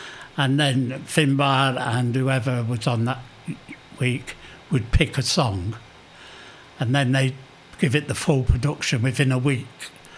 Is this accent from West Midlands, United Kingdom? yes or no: yes; Coventry, West Midlands, United Kingdom; also born or lived in Dublin, Ireland; Well, I was born in Dublin. My parents moved over here when I was two to the Midlands.